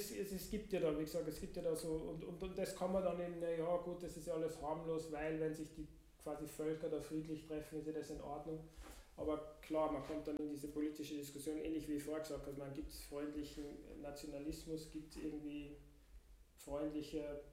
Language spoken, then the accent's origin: German; Austria; sage ich jetzt als Österreicher